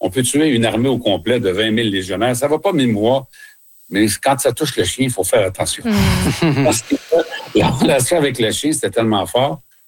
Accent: Quebec, Canada; ce n'est pas le système qu'on a chez nous au Québec, ça c'est clair.

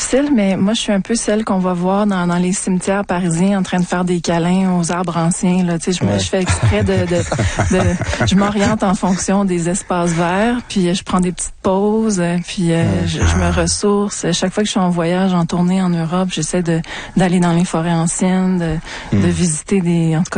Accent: Montreal, Quebec, Canada; parce que moi, je suis une Montréalaise, donc je suis née ici.

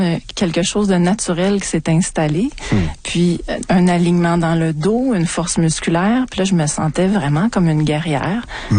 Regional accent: Montreal, Quebec, Canada; born there; moved away as an adult; also born or lived in Kamouraska; now in Estrie, Canada; moi, je suis une Montréalaise, donc je suis née ici.

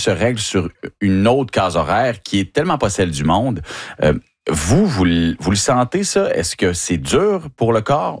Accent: La Baie, Quebec, Canada; Quand on vient du Saguenay-Lac-Saint-Jean

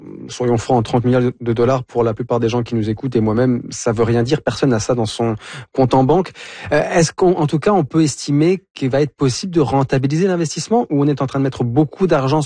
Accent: Canada; Est-ce que ça veut dire que on risque de le ressentir sur la facture d'électricité chez nous au Canada ou en Europe peut-être?

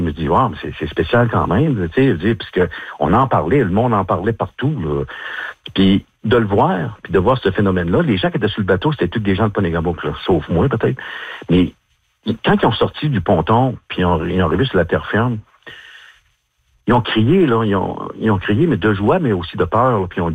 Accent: Quebec, Canada; Je viens de la Côte-Nord.

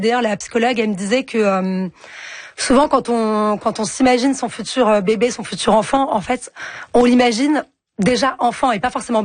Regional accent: France

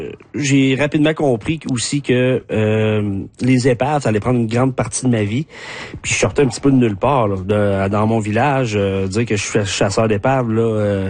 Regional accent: Quebec, Canada; now in Rimouski, Canada; je suis natif de la Métis, puis j'habite à Rimouski.

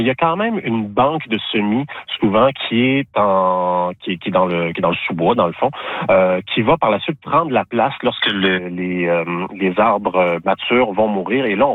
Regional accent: Quebec, Canada; Moi, je viens de la région du Bas-Saint-Laurent.

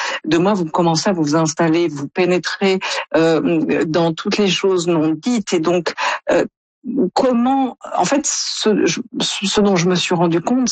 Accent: France; quand on est Canadien ou comme moi français

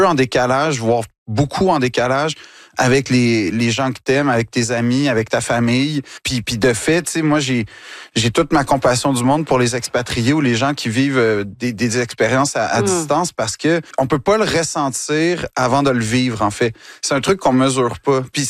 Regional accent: Quebec, Canada; Quand je dis que je suis Québécois jusqu'au bout des doigts, mais c'est je le sens à tous les jours.

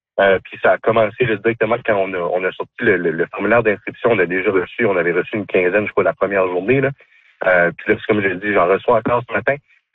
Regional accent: Robertville, New Brunswick, Canada; Oui, ben moi, ayant grandi dans la région, moi, je viens de Robertville, là, c'est la terre fertile en jeunes talents.

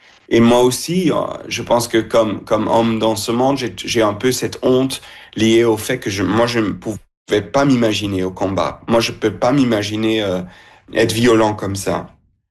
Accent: Belgium; Je viens de la Belgique. Dès que je suis dans l'école, je l'apprends.

